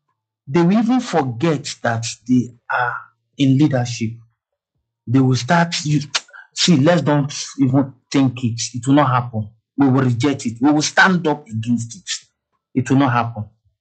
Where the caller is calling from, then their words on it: Abuja, Federal Capital Territory, Nigeria; I'm calling from Abuja.